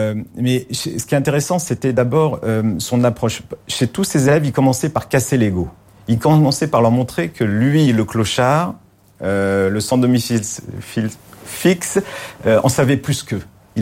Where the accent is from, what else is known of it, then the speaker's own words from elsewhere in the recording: Paris, Île-de-France, France; born there; je suis né à Paris